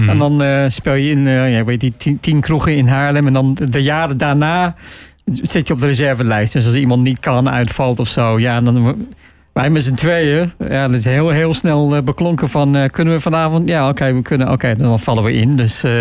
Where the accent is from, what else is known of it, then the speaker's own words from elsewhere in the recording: England, United Kingdom; moved away as an adult; now in Netherlands; Nee, ik ben Brit.